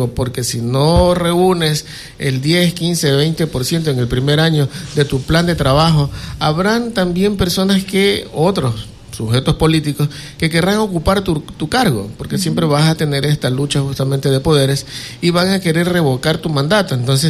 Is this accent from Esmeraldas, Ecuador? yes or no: no; Quevedo, Los Ríos, Ecuador; Nosotros que nacimos, hemos crecido aquí en Quevedo y nos hemos desarrollado profesionalmente aquí en Quevedo